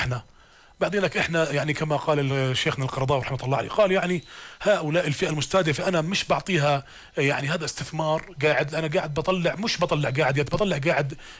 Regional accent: Jordan; عندنا في الأردن

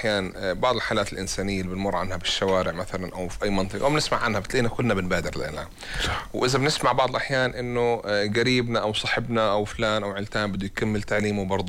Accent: Jordan; إحنا كأردنيين

